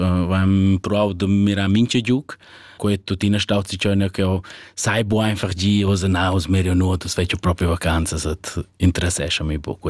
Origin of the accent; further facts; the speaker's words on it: Albania; Oh, noi, io vengo dall'Albania